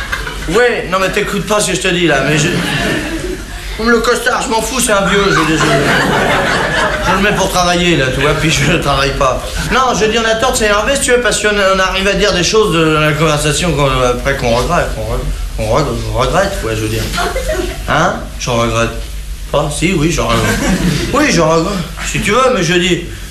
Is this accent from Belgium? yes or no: no; France; Je suis mal placé, oui.